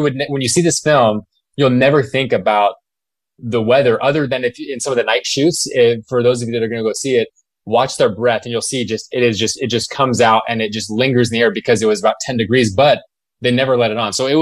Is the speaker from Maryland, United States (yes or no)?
no; Seattle, Washington, United States; I'm from the Pacific. I'm from Seattle. Like, we get rain, but it's like drizzle.